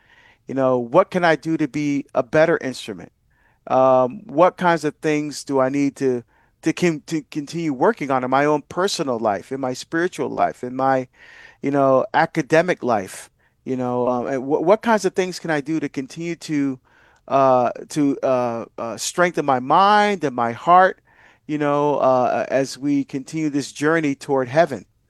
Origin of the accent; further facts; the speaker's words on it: Barbados; You know, as many of you know, I'm from Barbados, and I'm getting a chance to go home and visit family. Most of my family are still there